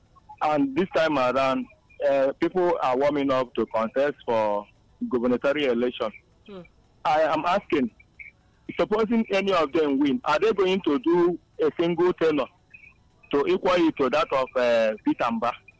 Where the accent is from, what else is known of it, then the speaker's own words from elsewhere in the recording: Enugu, Enugu State, Nigeria; from Enugu.